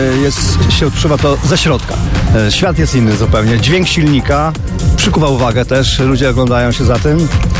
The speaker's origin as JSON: {"language": "Polish", "town": "Warsaw", "region": "Masovian Voivodeship", "country": "Poland", "said": "Przyjechaliśmy z Warszawy, ja z Warszawy przyjechałem."}